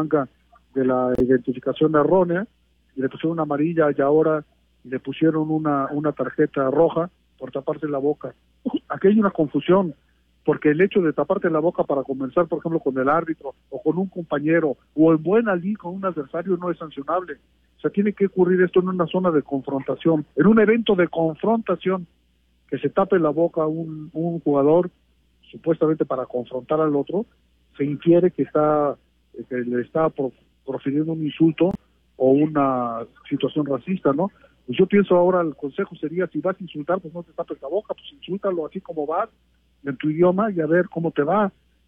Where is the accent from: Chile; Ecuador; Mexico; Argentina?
Mexico; Sería el consuelo que nos queda como mexicanos, seguir soñando con que nuestro árbitro mexicano pite semis o pite la gran final, ¿no?